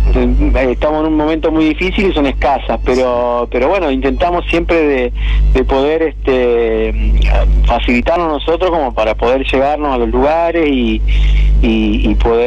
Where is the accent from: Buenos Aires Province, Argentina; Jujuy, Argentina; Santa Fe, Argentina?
Santa Fe, Argentina; Coronda; en Coronda, en mi pueblo